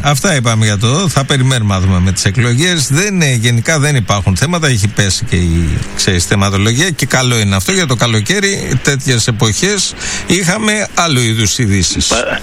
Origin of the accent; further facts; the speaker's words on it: Western Greece, Greece; από το χωριό μου είναι και από το Λοκαρνάνια.